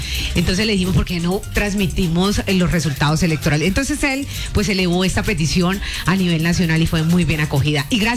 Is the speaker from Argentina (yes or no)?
no; Colombia; Pues yo sé que hoy peleamos como colombianos y estamos divididos, pero el martes que juega Colombia, pues nos volvemos a unir.